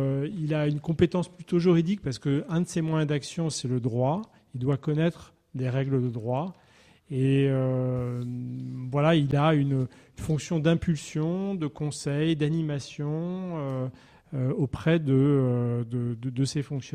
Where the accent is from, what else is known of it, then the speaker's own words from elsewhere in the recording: Brittany, France; now in Haute-Loire, France; celui où j'ai grandi, la Côte d'Armor en Bretagne.